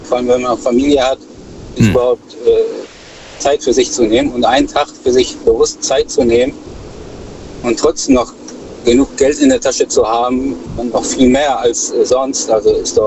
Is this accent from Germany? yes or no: yes; Düsseldorf, North Rhine-Westphalia, Germany; Nee, ich komme aus Düsseldorf.